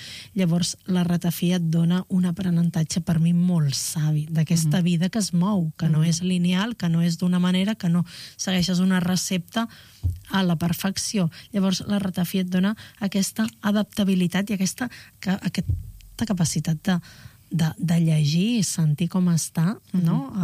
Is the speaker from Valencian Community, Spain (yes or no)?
no; Montseny, Catalonia, Spain; moved away; also born or lived in Viladrau; Jo que vinc del Montseny